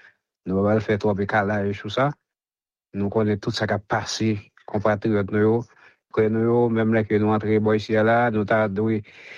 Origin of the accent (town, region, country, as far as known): Haiti